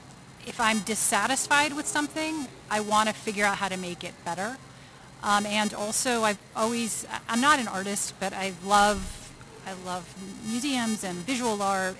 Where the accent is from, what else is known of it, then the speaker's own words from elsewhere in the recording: Washington, District of Columbia, United States; I grew up here in Washington, D.C.